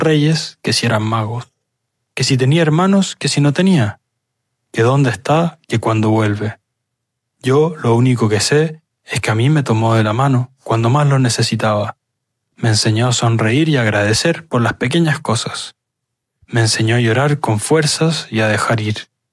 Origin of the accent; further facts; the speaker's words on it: Chile; moved away; Esa alegría que en mi país se dice, entre comillas, guatita llena, corazón contento.